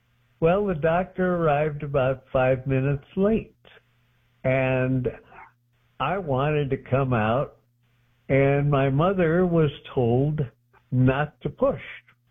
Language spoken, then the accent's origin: English; Milwaukee, Wisconsin, United States; my hometown, Milwaukee, Wisconsin.